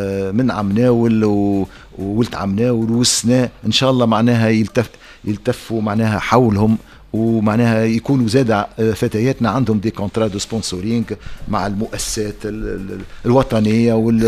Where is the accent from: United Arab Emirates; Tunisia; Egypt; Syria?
Tunisia; احنا في تونس